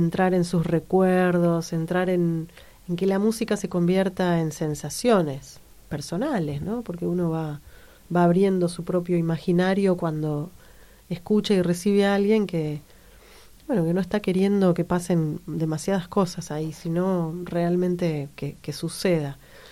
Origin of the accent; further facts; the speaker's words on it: Córdoba, Argentina; born there; mi papá es de Salta, mi mamá de Córdoba, yo nací en Córdoba, tenemos parientes por todo el país